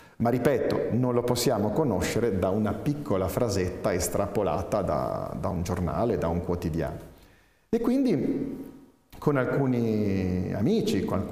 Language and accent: Italian; La Spezia, Liguria, Italy; moved away as an adult; also born or lived in Parma; now in Assisi, Italy; Sono della Spezia, sono Ligure, sì sì, e lavoravo a Parma